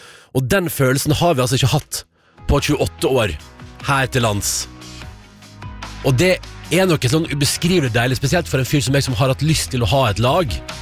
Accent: Førde, Vestland, Norway; now in Oslo, Norway; Jeg har vokst opp I Førde, og gikk på barneskole der alle brydde seg om fotball.

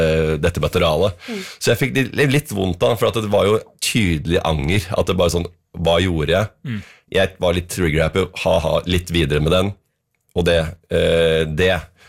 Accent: Tolsrød, Vestfold, Norway; han er vel en Tolsrud gutt fra der jeg kommer fra. Spilte vel på Flint, min gamle klubb.

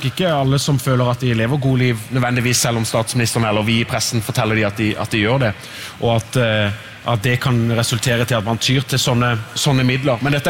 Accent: Southern Norway, Norway; now in Oslo, Norway; når jeg hjemme på Sørlandet på bygda der jeg kommer fra

